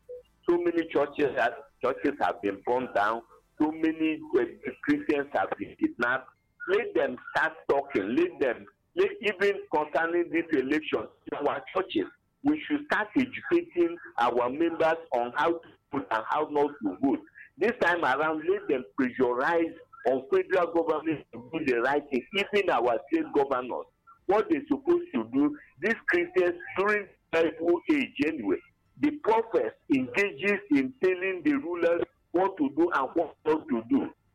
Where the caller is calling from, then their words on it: Enugu State, Nigeria; I'm calling from Apani, Kenugu.